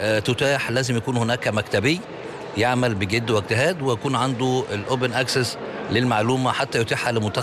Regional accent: Egypt

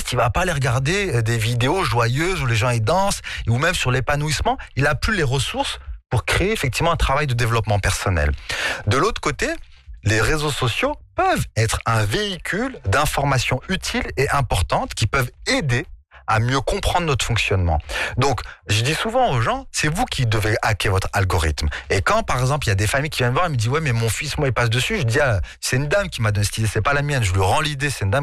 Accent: Morocco; Vous allez vous dire que je suis suisse, mais non, je suis marocain, un maghrébi

